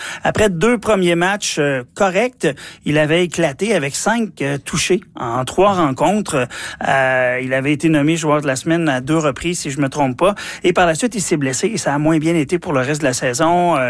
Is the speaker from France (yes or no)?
no; Canada; en tant que Canadien